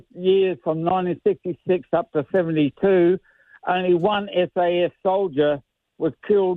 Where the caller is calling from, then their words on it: Molloy Island, Western Australia, Australia; I'm calling you from West Australia.